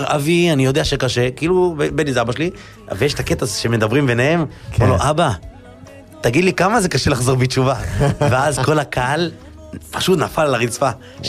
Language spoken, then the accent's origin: Hebrew; Acre, Northern District, Israel; היה מופע בעכו, איפה שגרתי לפני החתונה. וואו. עיר מולדתי.